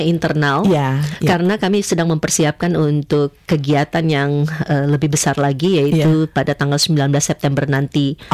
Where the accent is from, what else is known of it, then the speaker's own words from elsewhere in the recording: North Sulawesi, Indonesia; jadi bukan hanya kita sebagai warga Kawanua, Torang Samua Basudara, tetapi sebagai satu bangsa Indonesia